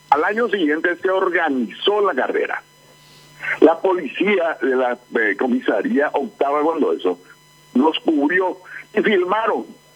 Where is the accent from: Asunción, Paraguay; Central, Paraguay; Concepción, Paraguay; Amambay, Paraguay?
Asunción, Paraguay; Yo soy de Asunción, soy del barrio San Antonio, de Doctor Montero y de La Conquista, teníamos nuestra casa. Mis ancestros son todos de Misiones, de San Miguel Misiones … que son la familia de mi madre, y … de Arazapé.